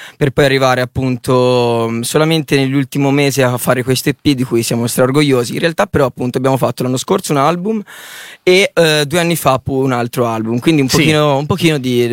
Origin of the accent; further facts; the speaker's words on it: Viareggio, Tuscany, Italy; No, noi veniamo da... Allora, Versiglia, Viareggio, i ragazzi sono di Viareggio, sono di Camaiore, comunque sì, tutte zone limitrofe